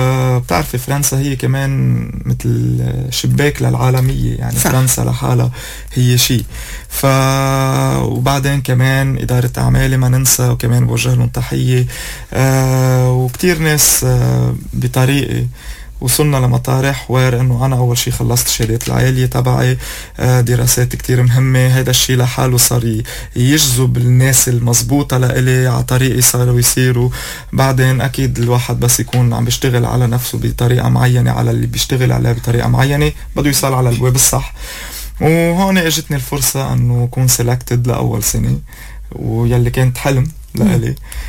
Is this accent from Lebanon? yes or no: yes; Lebanon